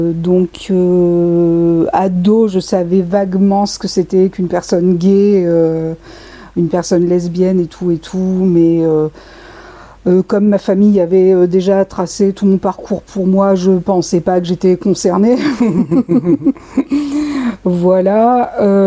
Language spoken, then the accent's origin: French; Clermont-Ferrand, Auvergne-Rhône-Alpes, France; born there; moved away as an adult